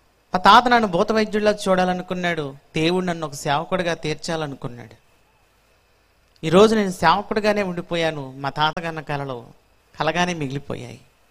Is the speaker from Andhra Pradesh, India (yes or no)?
yes; Tenali, Andhra Pradesh, India; గుంటూరు జిల్లా తెనాలి పట్టణం మా స్వస్థలం. ఈ తెనాలి పట్టణంలో చెంచుపేట ఇందిరానగర్ కాలనీ అనే ప్రాంతంలో మేము నివసించేవాళ్ళం. కులరీత్యా మేము ఎస్టీ